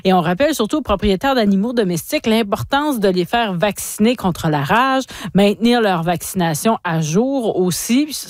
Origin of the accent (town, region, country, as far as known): Quebec, Canada